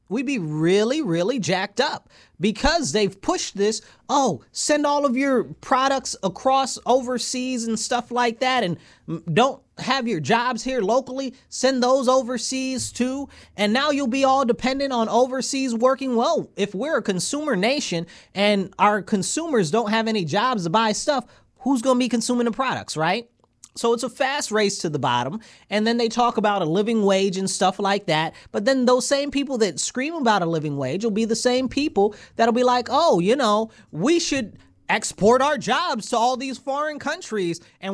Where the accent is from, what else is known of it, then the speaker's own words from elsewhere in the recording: United States; Because I'm an American.